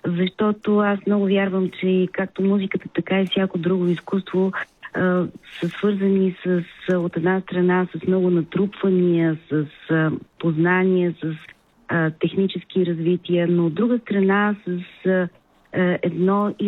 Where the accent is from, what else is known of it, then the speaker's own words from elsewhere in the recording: Plovdiv, Plovdiv Province, Bulgaria; now in Sofia, Bulgaria; защото аз съм пловдивчанка и заминах да уча в Софийския университет в София, започнах да пея в джаз клуба в началото на 90-те.